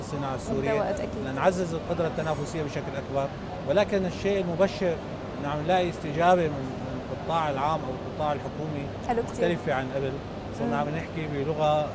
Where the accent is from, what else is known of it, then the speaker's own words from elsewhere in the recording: Syria; نحن كشركات سوريه